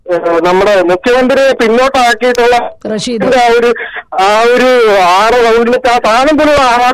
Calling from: Pathanapuram, Kerala, India; ഞാൻ പത്തനാപുരമാണ്.

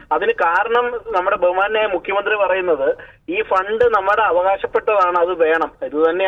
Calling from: Ernakulam, Kerala, India; എറണാകുളത്ത്

